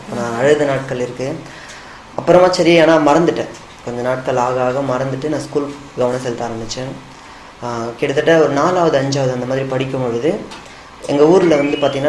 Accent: Kallakurichi, Tamil Nadu, India; also born or lived in Delhi; எனக்கு சின்ன வயசில் வந்து எங்கள் அப்பா அம்மா எல்லாருமே வந்து பார்த்தீங்கன்னா டெல்லியில் இருந்தாங்க. நான் வந்து சிறு வயதுல நாங்கள் டெல்லியில் தான் நான் பிறந்தது. எனக்கு 5 வயசு ஆன உடனே எங்கள் அப்பா அம்மாலாம் எங்கள் கள்ளக்குறிச்சி தான் எங்களுடைய நேட்டிவ் பிளேஸ்.

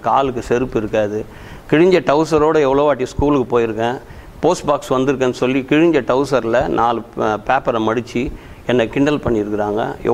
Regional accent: Chennai, Tamil Nadu, India; born or raised there

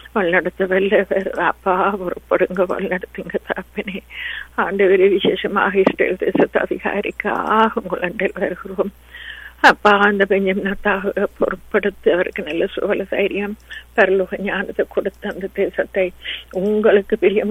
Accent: Sri Lanka; moved away; நாங்கள் பிறந்து வளர்ந்த சிறிய தீவாகிய அந்த இலங்கை தீவுக்காக

